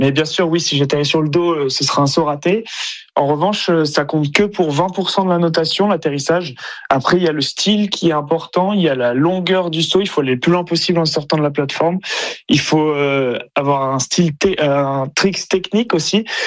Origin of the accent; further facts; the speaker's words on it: Bordeaux, Nouvelle-Aquitaine, France; C'est ça, moi je suis bordelais, oui. De naissance, et j'y ai vécu 20 ans.